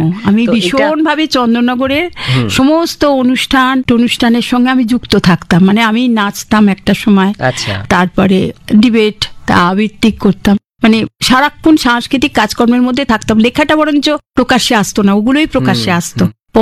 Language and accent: Bangla; Chandannagar, West Bengal, India; also born or lived in Guwahati; হ্যাঁ, শৈশব, পড়াশোনা। মাঝে একবার বাবা গুয়াহাটিতে বদলি হয়েছিলেন, তখন এক বছর গুয়াহাটিতে পড়াশোনা করেছি, আর আসানসোলে এক বছর চাকরি করেছি।